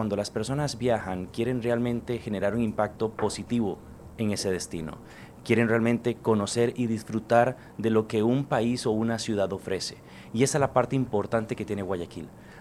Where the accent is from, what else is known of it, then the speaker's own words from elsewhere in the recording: Costa Rica; soy costarricense.